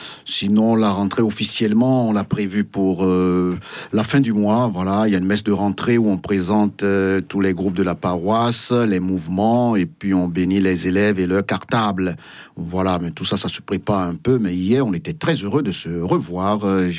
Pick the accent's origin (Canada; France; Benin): Benin; moved away; chez nous au Bénin